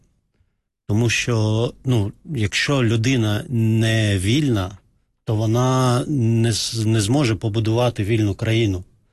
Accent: Azerbaijan; Ukrainian is a second language; moved away as an adult; now in Ukraine

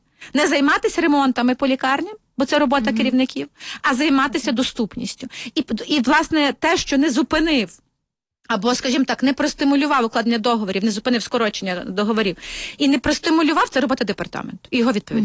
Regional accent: Kyiv, Ukraine; як кияни виділяємо кошти

